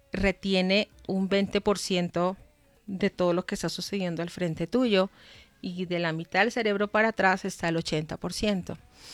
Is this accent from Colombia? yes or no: yes; Colombia; moved away; yo crecí en Colombia toda mi vida